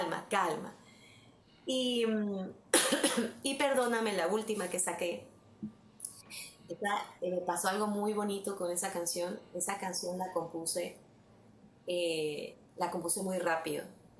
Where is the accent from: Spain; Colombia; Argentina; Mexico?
Colombia; moved away; also born or lived in Panama; yo lloré porque dejé Colombia y llegué a Panamá para sufrir. Y cuando me fui de Panamá salí llorando también porque no me quería ir.